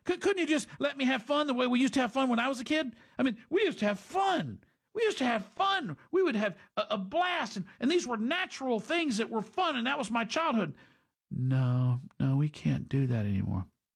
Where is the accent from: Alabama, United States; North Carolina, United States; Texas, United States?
Texas, United States; the way I grew up in East Texas, out in the woods